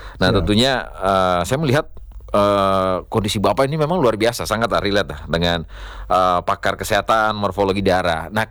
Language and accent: Indonesian; Indonesia; kita orang Indo.